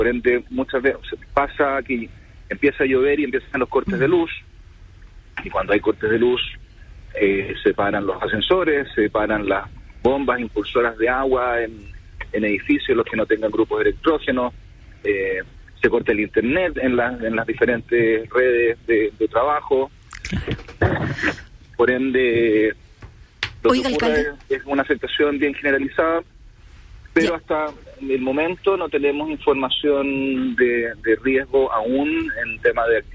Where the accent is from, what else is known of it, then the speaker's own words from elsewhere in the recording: Antofagasta, Chile; como somos los antofagastinos